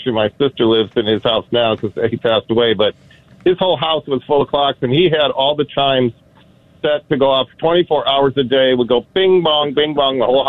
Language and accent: English; Detroit, Michigan, United States; now in Eastern Washington, United States; I'm from Detroit originally